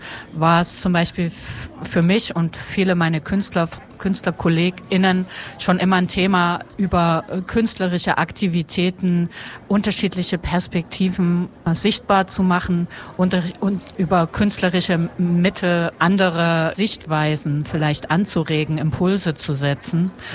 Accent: East Germany, Germany; Und ich bin ja im Osten groß geworden, war 25, als die Wende war.

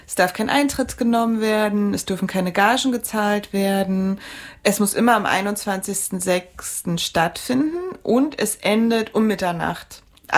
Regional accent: Berlin, Germany; born there; now in Halle, Germany; ich komme aus Berlin

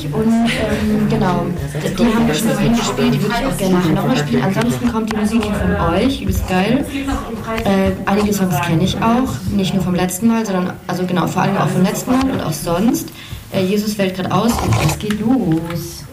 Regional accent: Leipzig, Saxony, Germany; also ich komme aus Leipzig

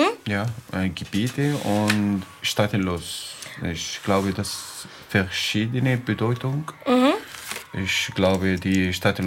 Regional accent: Palestine; German is a second language; Weil zuerst, also ich komme aus Palästina.

